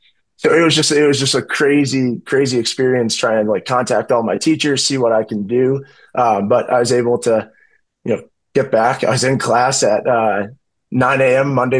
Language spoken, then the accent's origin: English; Chicago, Illinois, United States; You know, I'm from Chicago. I'm a diehard Bears fan.